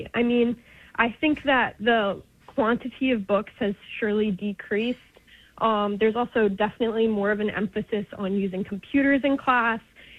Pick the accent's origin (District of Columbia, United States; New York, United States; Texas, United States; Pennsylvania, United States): New York, United States; Hi, Brian. Nice to speak to you. I'm a student from New York. I recently graduated high school.